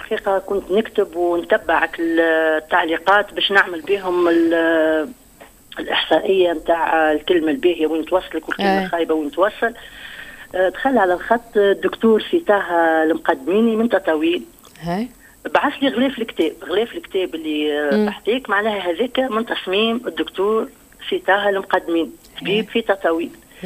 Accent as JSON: {"language": "Arabic", "town": "Jerissa", "region": "Kef Governorate", "country": "Tunisia", "tie": "born or raised there", "said": "وحتى الحومة اللي نسكن فيها حي صنوبر الجديد في جريسة"}